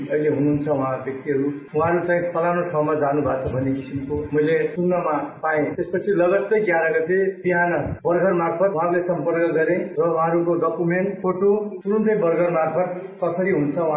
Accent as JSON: {"language": "Nepali", "town": "Manikapur", "region": "Sudurpashchim Province", "country": "Nepal", "tie": "born or raised there", "said": "हाम्रो ward number 5 र त्यसमध्ये पनि मेरो आफ्नै गाउँ मणिकापुर गाउँका"}